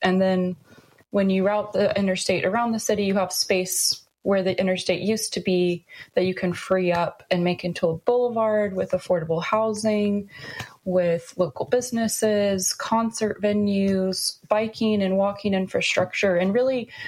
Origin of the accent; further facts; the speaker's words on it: Enid, Oklahoma, United States; I grew up in Enid, Oklahoma, which very few people have heard about. It's about 50,000 people in the town.